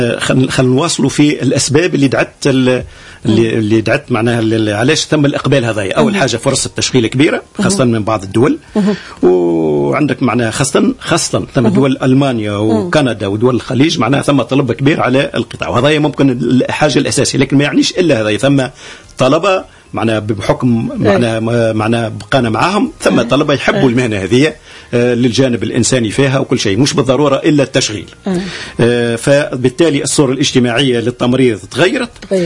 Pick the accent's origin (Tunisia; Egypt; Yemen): Tunisia; عندنا في تونس